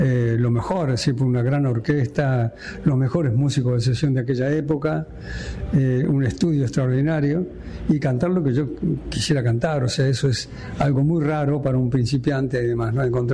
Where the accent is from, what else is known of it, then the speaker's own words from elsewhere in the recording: Argentina; Como buen argentino, tenemos esa afición, esa pasión tan extraordinaria con el fútbol.